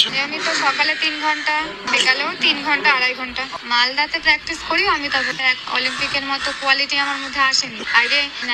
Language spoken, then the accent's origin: Bangla; Machhlandapur, West Bengal, India; আমার বাড়ি মাছলন্দপুর, আমার ডিস্ট্রিক্ট নর্থ চব্বিশ পরগনা।